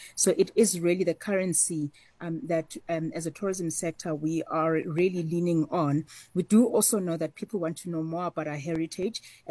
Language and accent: English; South Africa